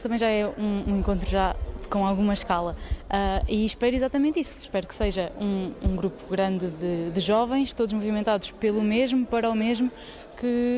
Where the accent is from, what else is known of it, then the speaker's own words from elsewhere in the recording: Aveiro, Portugal; sou de Aveiro e tenho 21 anos.